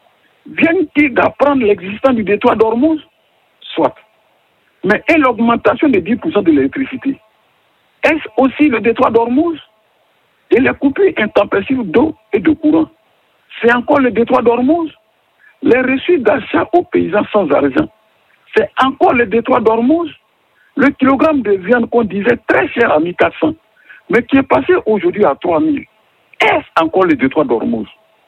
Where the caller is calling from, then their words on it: Yamoussoukro, Côte d’Ivoire; Je vous appelle de Yamoussoukro, Bichère en Côte d'Ivoire.